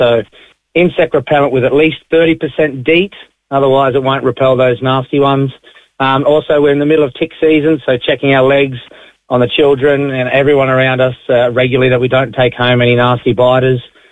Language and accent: English; Australia; now in Ireland; I grew up in Australia. There's a lot of outback and a lot of bush there, so you learn the hard way if you get it wrong down under.